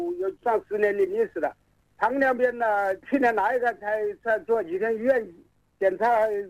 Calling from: Xiantao, Hubei, China; 我是仙桃市的人，仙桃工业园区

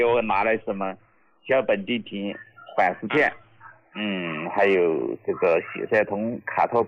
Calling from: Jintang County, Sichuan, China; 哎，我来自四川成都金堂县的，也是一个农民。

